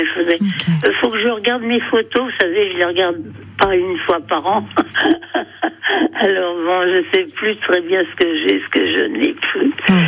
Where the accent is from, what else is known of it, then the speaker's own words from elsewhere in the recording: Saint-Julien-en-Genevois, Auvergne-Rhône-Alpes, France; j'ai 90 ans et quand j'étais petite à l'école à Saint-Julien-en-Genevois